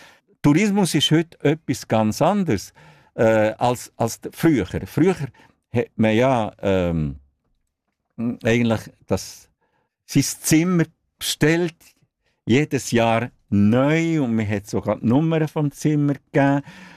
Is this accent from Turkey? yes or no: no; Bern, Switzerland; moved away; Ich bin ja in Bern aufgewachsen, habe meine Schule in Bern gemacht.